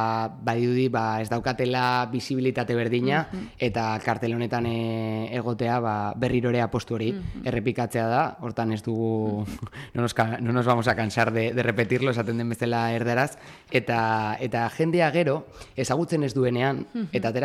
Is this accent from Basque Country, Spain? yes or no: yes; Irun, Basque Country, Spain; baina irundarra naiz